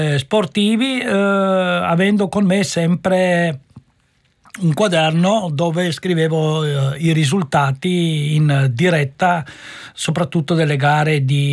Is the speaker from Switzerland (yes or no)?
no; Koper, Slovenia; also born or lived in Rijeka, Croatia / Trieste, Italy; dal 1972 Capodistria è la mia casa, ma io sono fiumano di nascita.